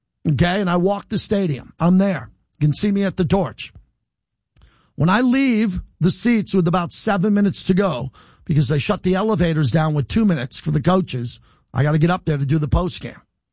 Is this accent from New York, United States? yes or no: yes; New York, United States; also born or lived in San Francisco / Los Angeles; And I lived in San Francisco and L.A., and I'm from New York.